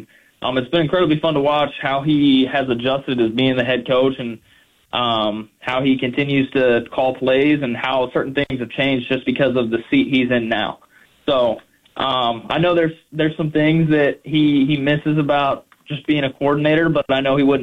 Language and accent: English; Georgia, United States; growing up in Georgia